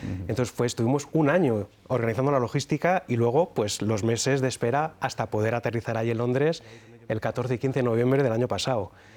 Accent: Málaga, Andalusia, Spain; Claro, es que mi infancia se desarrolla en Málaga. He tenido la suerte de poder criarme en el mar.

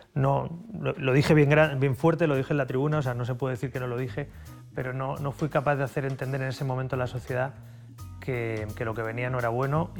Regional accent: Barcelona, Catalonia, Spain; Yo soy de la Barceloneta, mi familia es de Málaga, yo soy mediterráneo.

